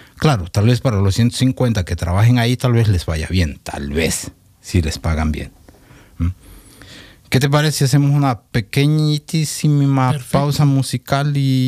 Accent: Mexico; Que yo soy mexicano y lo digo de todo corazón

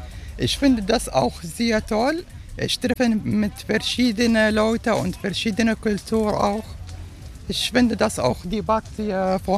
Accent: Syria; German is a second language; Ich komme aus Syrien.

